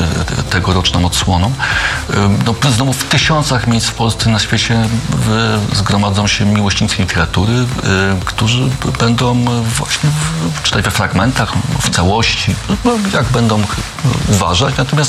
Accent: Kraków, Lesser Poland, Poland; Nie z południa, z Krakowa. Jestem z Pufcia Zwierzynieckiego, z Krakowa, no jasne.

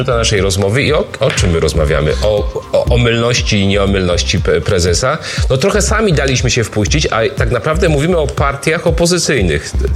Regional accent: Sanok, Subcarpathian Voivodeship, Poland; born there; Panie pośle, ja urodziłem się w Sanoku na Podkarpaciu

